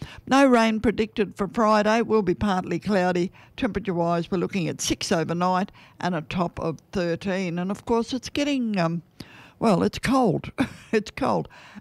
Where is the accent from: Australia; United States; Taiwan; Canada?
Australia; Queensland; moved away; I say I'm a Queenslander. In Queensland, we have 11 months of summer and 1 month of cool weather.